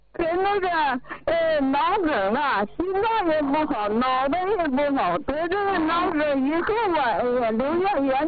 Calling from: Shenyang, Liaoning, China; 我家是沈阳的，

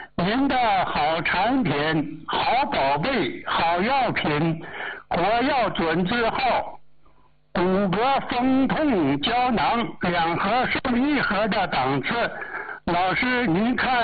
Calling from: Changchun, Jilin, China; 我来自吉林长春的，

